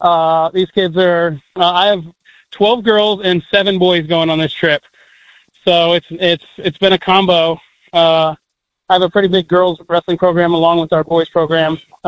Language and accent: English; Beech Grove, Indiana, United States; I'm originally from Beech Grove. I graduated from Beech Grove, and it's an important community to me